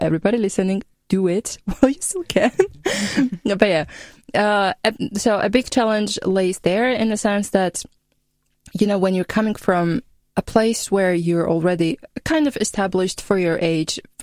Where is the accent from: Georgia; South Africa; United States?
Georgia; moved away as an adult; now in Austria; I'm from Georgia. I'm 25. So, being 25 and coming to a different country as a volunteer